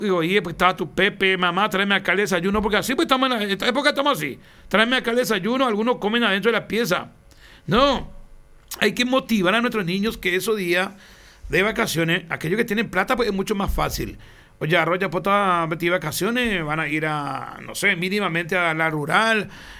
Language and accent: Spanish; Paraguay; todos los paraguayos